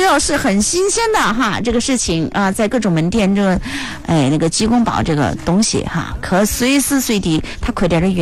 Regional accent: Chongqing, China; 为我们重庆打广告

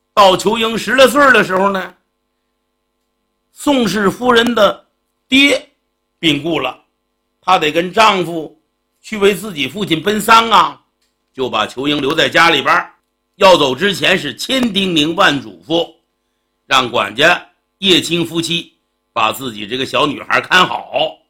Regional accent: Northeast China, China; 我们东北人都知道

